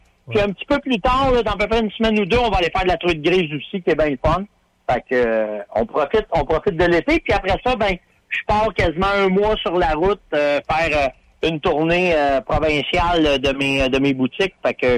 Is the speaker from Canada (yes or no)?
yes; Terrebonne, Quebec, Canada; Parce que nous autres, on vient de Terrebonne. Fait qu'on a une gang à Terrebonne de chum.